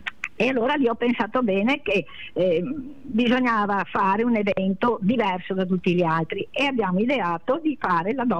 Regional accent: Este, Veneto, Italy; Mi fermo un attimo perché io sono di Este.

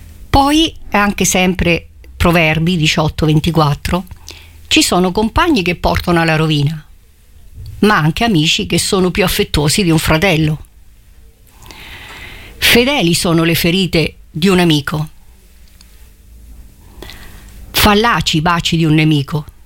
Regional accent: Recanati, Marche, Italy; io sono di Recanati

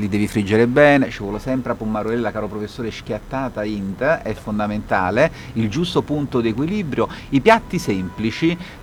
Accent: Naples, Campania, Italy; noi siamo napoletani

